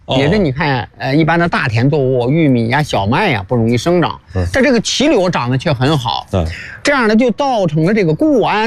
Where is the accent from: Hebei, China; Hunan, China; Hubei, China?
Hebei, China; 我们柳泉镇的南房上村